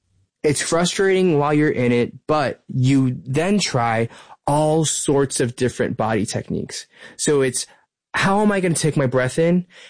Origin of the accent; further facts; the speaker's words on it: United States; This is the way that most of us have to deal with living and growing up in the States as first generation immigrant children.